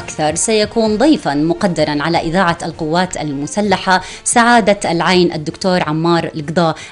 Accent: Jordan; يحق لنا كأردنيين أن نفخر

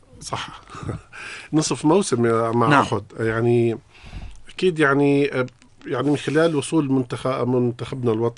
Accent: Jordan

